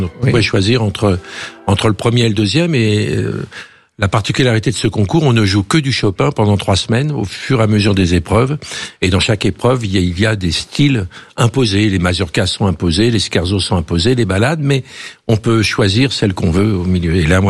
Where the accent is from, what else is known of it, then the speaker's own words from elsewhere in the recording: France; en tant que Français